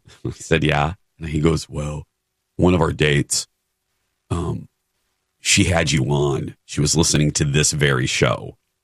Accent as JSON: {"language": "English", "region": "Indiana", "country": "United States", "said": "It was in my home state of Indiana. It was great to be back."}